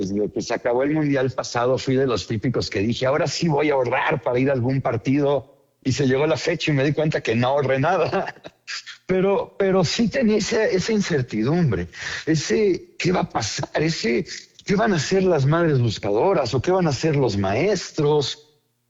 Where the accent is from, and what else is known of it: Mexico